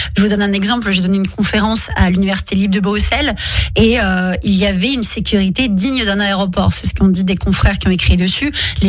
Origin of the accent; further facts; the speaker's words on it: Morocco; Nous, on est berbères, on vient du Maroc